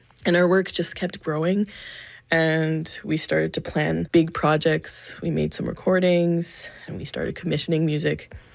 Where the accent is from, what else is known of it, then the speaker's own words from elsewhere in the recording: Ontario, Canada; moved away as an adult; we had all known each other at some point when we were growing up in Ontario.